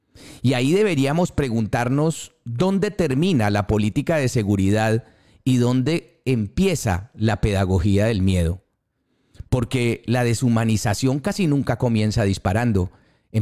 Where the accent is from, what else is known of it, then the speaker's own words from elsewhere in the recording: Colombia; deberíamos ser extraordinariamente cuidadosos como colombianos con la simbología de la muerte